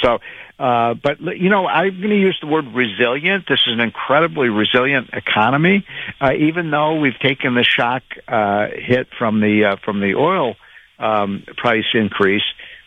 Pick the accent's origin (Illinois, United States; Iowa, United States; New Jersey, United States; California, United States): Illinois, United States; Chicago; I remember when I was a kid and my, 16 years old growing up in Chicago, and we'd get up in the February morning and be 5 degrees